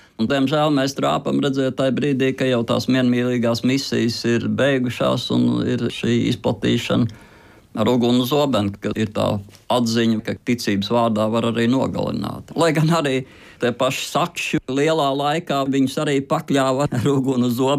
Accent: Zemgale, Latvia; Es esmu no Zemgales.

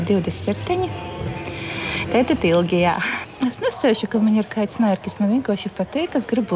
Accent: Latgale, Latvia; first language Latgalian; Latvian is a second language; Tā kā es esmu dzimusi un augusi Latgalī, tad latgalīšu valūda ir mūna dzimto valūda, lai gan es jumā reti, kad runoju

